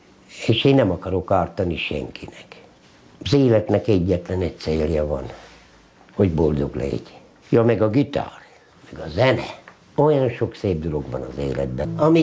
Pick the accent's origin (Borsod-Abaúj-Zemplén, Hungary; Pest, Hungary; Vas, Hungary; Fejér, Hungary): Borsod-Abaúj-Zemplén, Hungary; Ózd; born there; Nem tudom elfelejteni Ózdot. Mert ott születtem, ott van minden gyökerem.